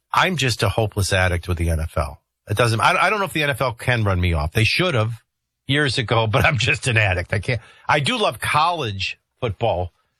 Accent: Chicago, Illinois, United States; Oh, and I grew up in Chicago. I mean, we had some great teams

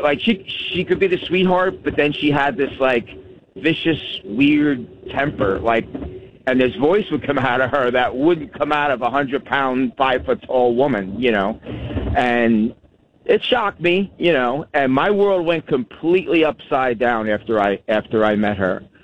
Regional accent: New Jersey, United States; I grew up in New Jersey, you know, and New Jersey

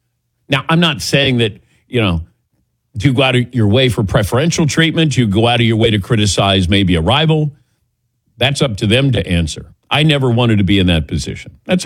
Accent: Cincinnati, Ohio, United States; I'm from Cincinnati.

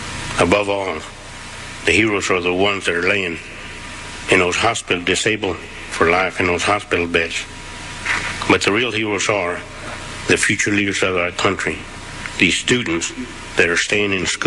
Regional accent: United States; I'm proud of being American

